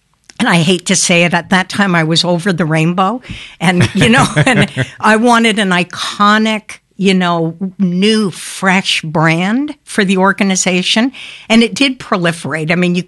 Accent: Canada; My theory, I came into this world, I'm Canadian, so I sprung onto the soil of the earth

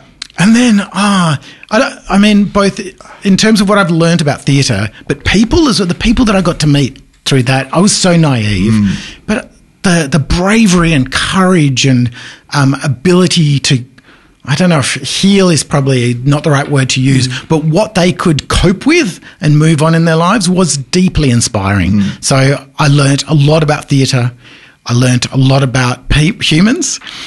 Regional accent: Tasmania, Australia; because I'm from Tasmania originally.

